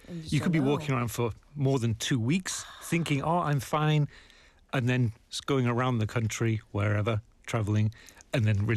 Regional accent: United Kingdom; moved away as an adult; now in South Korea; I'm British

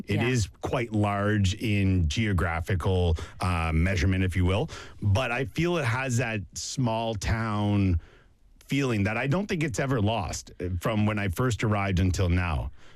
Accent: Canada; now in Busan, South Korea; Busan is very similar to my hometown in Canada.

